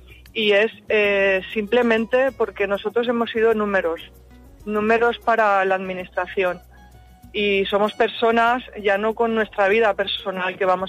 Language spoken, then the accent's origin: Spanish; Valencia, Valencian Community, Spain; moved away as an adult; now in Dénia, Spain; yo soy de Valencia en concreto y ya decidí quedarme en la ciudad de Denia